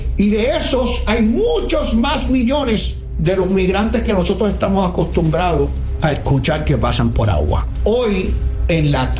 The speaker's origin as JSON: {"language": "Spanish", "country": "Puerto Rico", "said": "lo que a nosotros los puertorriqueños nos dan de nacimiento, la ciudadanía americana"}